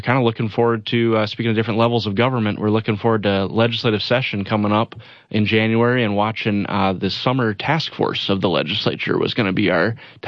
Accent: Brookings, South Dakota, United States; and then back home, I'm originally from Brookings, so I called the Sioux Falls area home

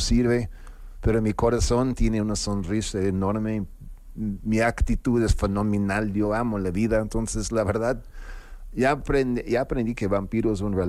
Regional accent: Mexico City, Mexico; Soy chilango con acento, pues, ¿yo qué hago, no?

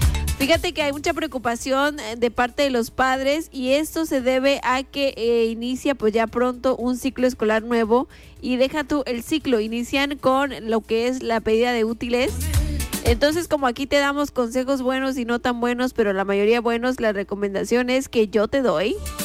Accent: Mexico

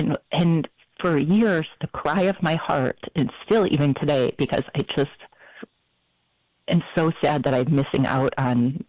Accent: Michigan, United States; now in Florida, United States; I grew up in Michigan. I live in Florida now, but grew up in Michigan, had a wonderful family, had three siblings, and we were all raised going to Catholic school, going to church very regularly

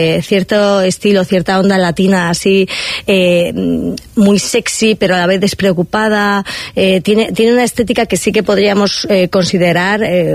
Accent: Colombia; siendo colombiana, debía ser embajadora de la moda colombiana

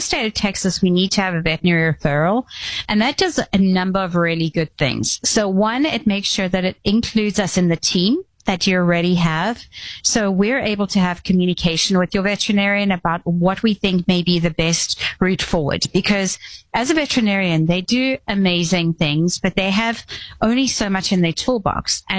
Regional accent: South Africa; So I'm from the deep south. I'm from South Africa.

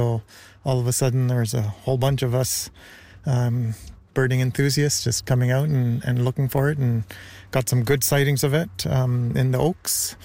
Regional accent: Ontario, Canada; moved away; I am accustomed to seeing them from my childhood, growing up in Ontario

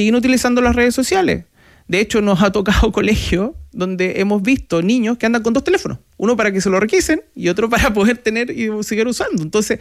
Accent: Punta Arenas, Magallanes and Chilean Antarctica, Chile; moved away; Y yo soy de Punta Arenas, imagínate.

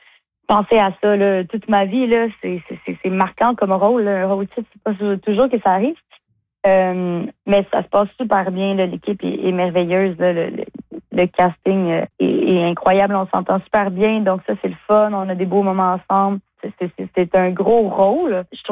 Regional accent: Canada; C'est une grande fierté, hein, parce que moi, je suis acadienne.

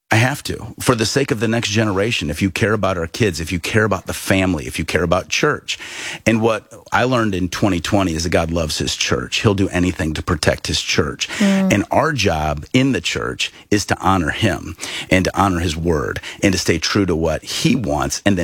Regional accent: Peoria, Illinois, United States; born or raised there

